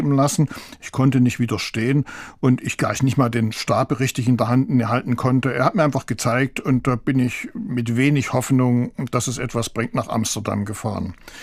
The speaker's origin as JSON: {"language": "German", "town": "Leipzig", "region": "Saxony", "country": "Germany", "said": "Und dann geht's interessant für mich zumindest als Leipziger weiter."}